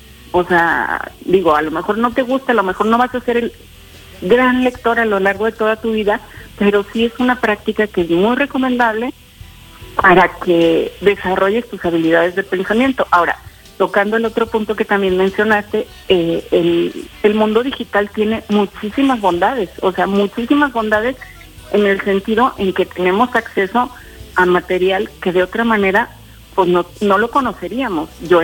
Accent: Mexico; yo soy mexicana

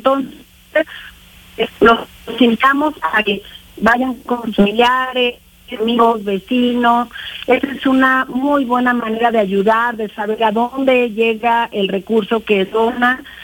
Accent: Zacatecas, Mexico; somos los zacatecanos

